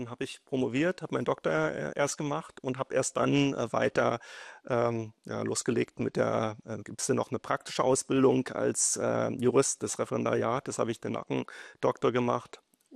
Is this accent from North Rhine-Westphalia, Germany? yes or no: no; Salzwedel, Saxony-Anhalt, Germany; Das ist meine Heimatstadt. Also ich wurde hier geboren in der Goethestraße, in das so ein rotes Backsteinhaus mit so einer eingravierten Sonne in der Front.